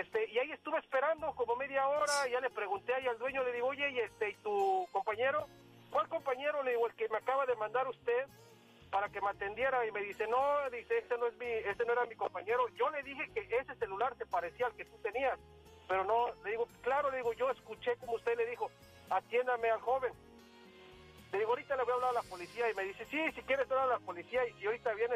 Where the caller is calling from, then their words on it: Puebla, Mexico; yo iba llegando a la Ciudad de México, yo soy de Puebla.